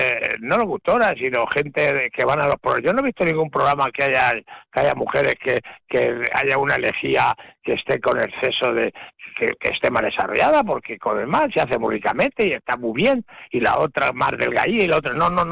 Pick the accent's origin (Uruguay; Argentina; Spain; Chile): Spain; Yo soy español.